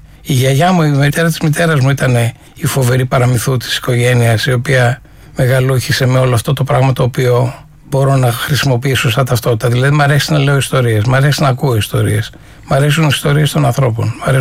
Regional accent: Thessaloniki, Central Macedonia, Greece; also born or lived in Bitola, North Macedonia; Θυμάμαι πάρα πολύ έντονα στην Θεσσαλονίκη, εκεί που μεγάλωσα, Αριστοτέλους και Τσιμισκή

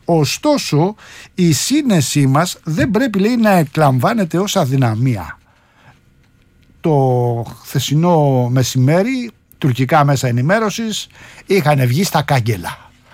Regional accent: Rafina, Attica, Greece; Άρα μου λέει, έχουμε, λέει, ζητηματάκια μπόλικα αναφορικά με την πατρίδα μου στη Ραφίνα.

